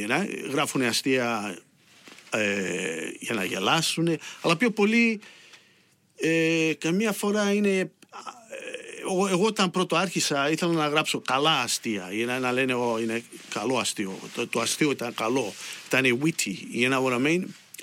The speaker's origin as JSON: {"language": "Greek", "town": "Brunswick", "region": "Victoria", "country": "Australia"}